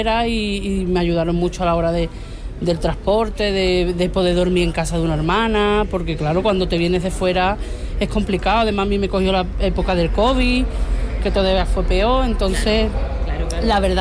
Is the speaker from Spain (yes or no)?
yes; Cádiz, Andalusia, Spain; now in Carmona, Spain; Entonces yo dije, pues me voy, porque yo soy de Cádiz, yo no soy de aquí. Entonces yo le dije a mi marido, mira, nos vamos para Carmona.